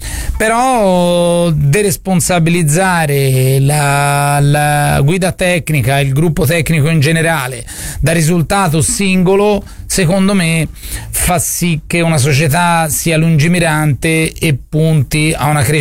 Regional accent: Florence, Tuscany, Italy; per noi la città più importante al mondo, oltretutto perché siamo fiorentini

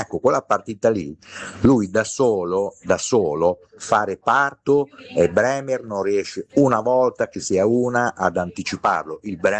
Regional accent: Bologna, Emilia-Romagna, Italy; Io sono di Bologna, l'ho visto giocare parecchie volte

